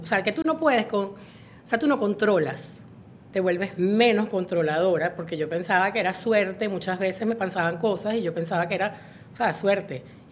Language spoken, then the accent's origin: Spanish; Spain; born there; Nací en España.